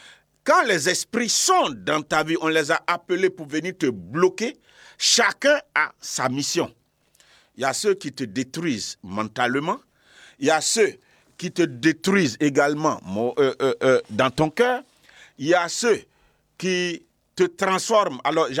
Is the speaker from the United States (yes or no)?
no; Bondoukou, Zanzan, Côte d’Ivoire; chez moi à Bondoukou